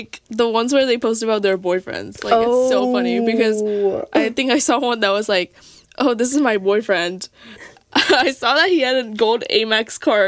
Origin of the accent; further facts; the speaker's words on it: New York, United States; I'm from New York